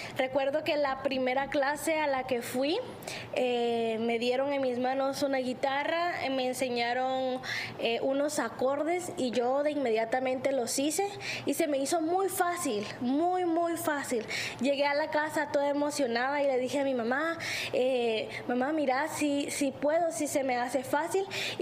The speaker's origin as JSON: {"language": "Spanish", "town": "Puerto Barrios", "region": "Izabal", "country": "Guatemala", "tie": "born or raised there", "said": "yo soy originaria de Puerto Barrios Izabal, que es uno de los puertos más importantes de Guatemala de comercio. Desde aquí es playita, calorcito, mar. Entonces de acá soy."}